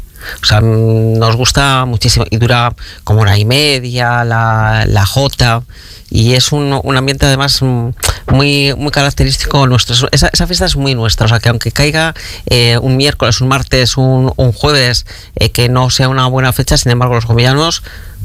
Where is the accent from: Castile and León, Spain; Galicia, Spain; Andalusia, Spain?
Castile and León, Spain; Gumiel; Ya te digo, o sea, que los que somos de Gumiel, yo creo que nunca he faltado.